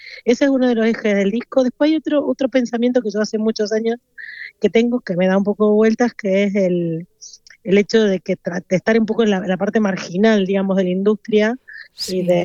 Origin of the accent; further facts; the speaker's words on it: Mendoza, Argentina; now in Catalonia, Spain; en Mendoza, de donde soy yo